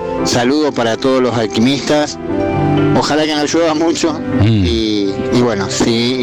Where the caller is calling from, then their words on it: Argentina; creo en mi país, creo en Argentina, porque me creo un argentino más